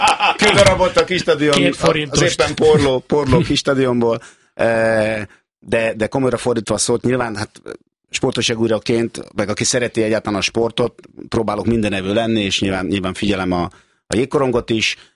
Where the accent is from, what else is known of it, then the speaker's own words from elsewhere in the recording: Hungary; Mondtuk, hogy igen, magyarok vagyunk.